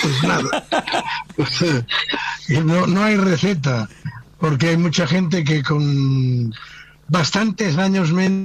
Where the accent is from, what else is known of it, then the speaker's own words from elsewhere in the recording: Spain; now in Barcelona, Spain; Siendo españoles